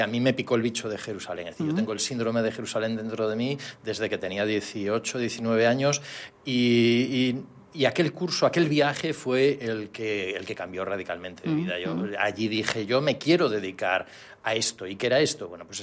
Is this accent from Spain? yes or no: yes; Galicia, Spain; now in Mallorca, Spain; yo soy del norte de Galicia, de tierra de marinos, y por tanto, pues aquí en Mallorca estoy encantado, que estoy como en mi tierra, ¿no?